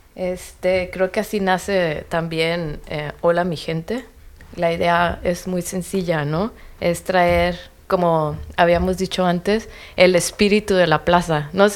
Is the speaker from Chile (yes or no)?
no; Mexico; moved away as an adult; now in Düsseldorf, Germany; al menos yo que soy mexicana